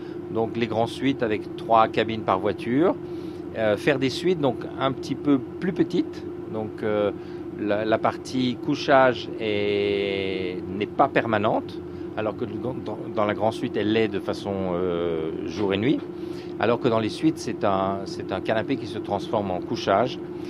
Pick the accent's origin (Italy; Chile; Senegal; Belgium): Belgium; Liège, Wallonia; moved away; je suis liégeois